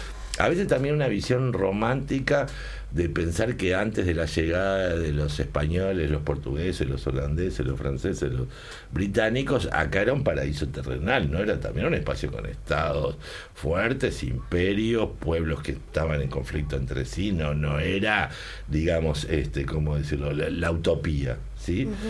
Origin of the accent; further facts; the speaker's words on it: Uruguay; yo soy un uruguayo típico, pasaporte italiano.